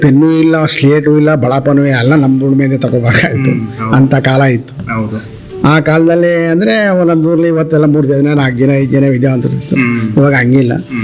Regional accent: Sargur, Karnataka, India; ಆವಾಗ ನಮ್ಮದು ಪೂರ್ತಿ ಶಿಕ್ಷಣ ಉಯ್ಯಂಬಳ್ಳಿ ಅಂತ ಒಂದು ಊರಲ್ಲಿ, ಹತ್ರ ನಮ್ಮೂರಲ್ಲಿ ಇರಲಿಲ್ಲ, ಅಲ್ಲಿ ಪ್ರಾಥಮಿಕ ಶಿಕ್ಷಣವನ್ನು ಮಾಡಿ ಇನ್ನು 7-8 ಪ್ರೈಮರಿ ಸ್ಕೂಲು ಹೈಸ್ಕೂಲೆಲ್ಲ ನಾವು ಸರ್ಗೂರಲ್ಲಿ.

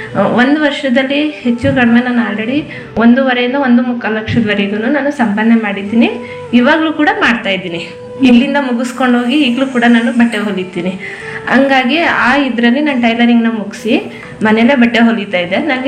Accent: Muttur, Karnataka, India; ನಾನು ಪಿರಿಯಾಪಟ್ಟಣ ತಾಲೂಕು ಮುತ್ತೂರಿಂದ ಬಂದಿದ್ದೀನಿ.

